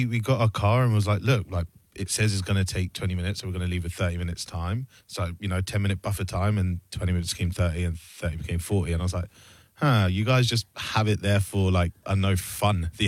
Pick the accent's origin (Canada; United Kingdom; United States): United Kingdom; Luton, East of England; I'm just from outside of London, a place called Luton. You guys definitely wouldn't know it, but it's a tiny little town outside London.